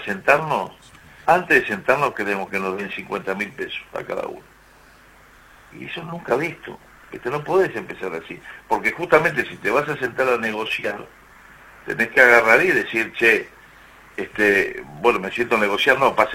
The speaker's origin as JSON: {"language": "Spanish", "region": "Durazno", "country": "Uruguay", "said": "Durazno, nosotros somos de Durazno."}